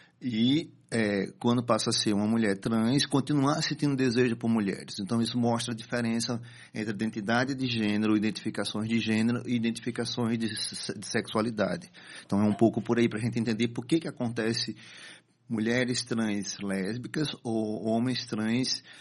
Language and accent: Portuguese; Northeast Region, Brazil; accent: nordestino (Northeastern Brazilian); also born or lived in South of Brazil; Provavelmente também por conta do meu sotaque nordestino